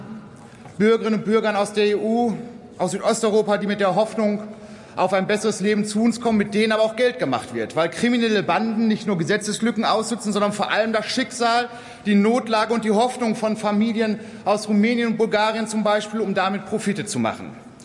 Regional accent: Dortmund, North Rhine-Westphalia, Germany; born or raised there

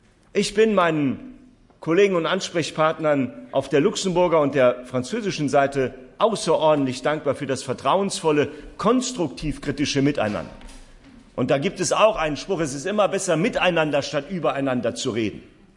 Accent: Rehlingen-Siersburg, Saarland, Germany; wenn in Waldwies, einer kleinen französischen Ortschaft direkt an der Grenze meiner Heimatgemeinde in Reningen-Siersburg bei Bieringen ein Flächenbrand da ist

